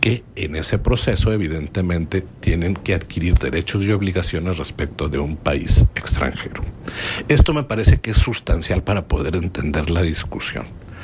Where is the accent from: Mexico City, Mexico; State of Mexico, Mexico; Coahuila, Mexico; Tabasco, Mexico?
Coahuila, Mexico; Torreón; born there; yo nací en Torreón, pero yo no escogí nacer en Torreón. Me encanta esta ciudad, he vivido aquí muchos años de mi vida y no cambiaría mi residencia por algún otro motivo.